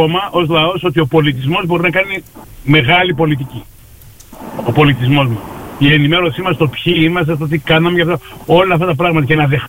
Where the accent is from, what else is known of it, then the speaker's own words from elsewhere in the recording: Greece; πολλούς άλλους που είμαστε γηγενείς Έλληνες